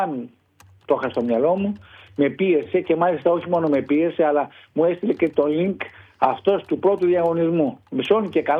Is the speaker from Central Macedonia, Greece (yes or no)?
no; Heraklion, Crete, Greece